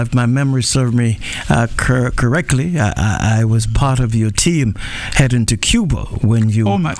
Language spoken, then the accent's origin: English; Antigua & Barbuda; I grew up in Graceville.